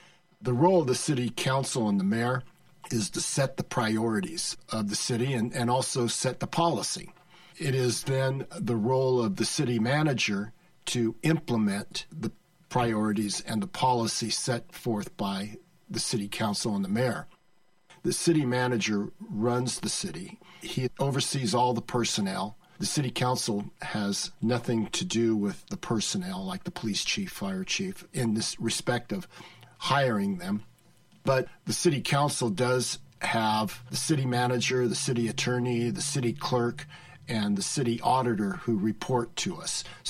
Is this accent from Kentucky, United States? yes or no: no; Modesto, California, United States; I was raised here in Modesto, attended Stanislaus Union, Grace M. Davis High School